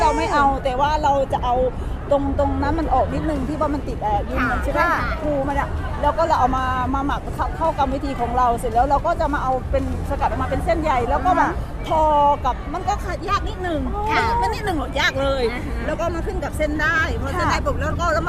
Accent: Isan, Thailand; now in Songkhla, Thailand; พี่เป็นคนอีสาน

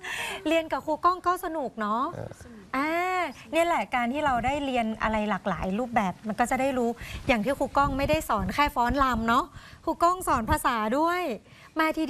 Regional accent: Northern Thailand, Thailand; เราเป็นคนเหนือเราเป็นคนเมือง

